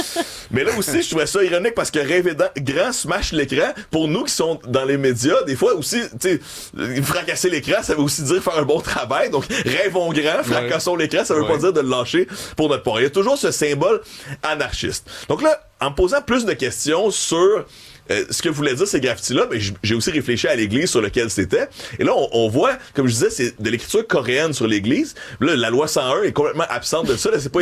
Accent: Montreal, Quebec, Canada; born there; moi, je suis né à Montréal

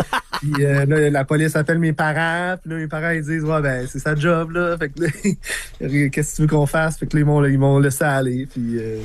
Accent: Quebec City, Quebec, Canada; born there

